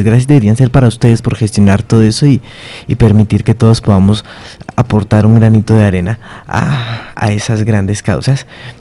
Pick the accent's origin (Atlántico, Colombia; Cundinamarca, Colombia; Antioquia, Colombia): Cundinamarca, Colombia; Chía; Yo soy de Chía particularmente, entonces me enfoqué en esa región donde logré ir al parque principal y a distintos puntos emblemáticos de Chía